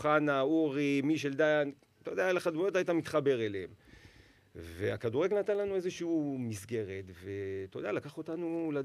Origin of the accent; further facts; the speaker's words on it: Jerusalem, Jerusalem District, Israel; אנחנו גדלנו באיזושהי דרך דומה, אבל המתווה שלנו בסוף היה להגיע לאיזושהי מטרה, והדרך גם חישלה אותנו, גם נתנה לנו את המסגרת, ואנחנו יודעים, גם כירושלמים, אין לנו הרבה אלטרנטיבות